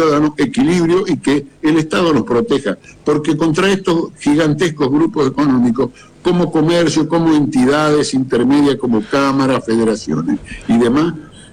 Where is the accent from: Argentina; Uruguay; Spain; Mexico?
Argentina; nosotros como argentinos